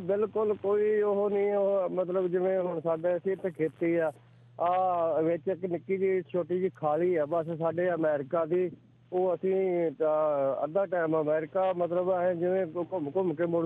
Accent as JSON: {"language": "Punjabi", "region": "Punjab", "country": "India", "tie": "born or raised there", "also_born_or_lived": "Moga, Punjab", "moved": "as an adult", "said": "ਮੈਂ ਮਾਝੇ ਦਾ ਸੀਗਾ, ਮੇਰਾ ਪਿੰਡ ਬਲਟੂਆ। ਮੈਂ 97-96 ਦੇ ਵਿੱਚ ਮੈਂ ਇੱਥੇ ਮੋਗੇ 'ਚ ਆ ਗਏ ਸੀ, ਇੱਧਰੋਂ ਜ਼ਮੀਨ ਵੇਚ ਕੇ ਇੱਥੇ ਆ ਗਏ ਸੀ। ਐਕਚੁਅਲੀ ਬੇਸਿਕਲ ਮਾਝੇ ਦੇ ਆ।"}